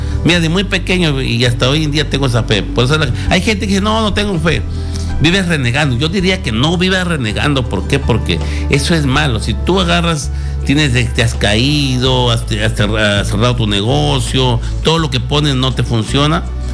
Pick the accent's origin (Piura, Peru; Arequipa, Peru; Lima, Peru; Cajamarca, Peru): Piura, Peru; Catacaos; Yo soy de Catacaos, Piura, yo soy de Catacaos.